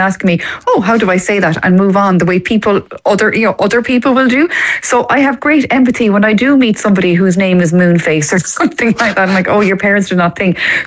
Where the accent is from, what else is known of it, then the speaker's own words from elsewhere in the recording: Ireland; because I'm from the Gaeltacht